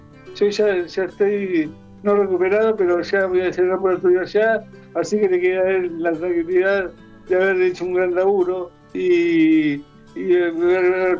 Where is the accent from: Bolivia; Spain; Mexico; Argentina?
Argentina; Soy argentino y soy Air Boys, así que imagínate lo que sufrí.